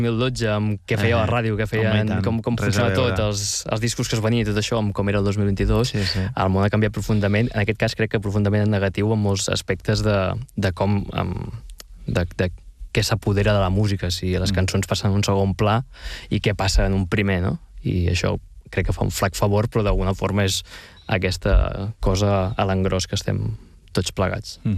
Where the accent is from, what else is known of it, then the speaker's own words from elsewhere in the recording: Mataró, Catalonia, Spain; moved away as an adult; now in Barcelona, Spain; jo no em volia desempatronar de Mataró. Per aquest punt nostàlgic, no? De dir, no, jo no vull ser de Barcelona, jo vull ser de Mataró. Ara sóc oficialment de Barcelona. Sóc de Sants, diríem. Que això, d'Hostafrancs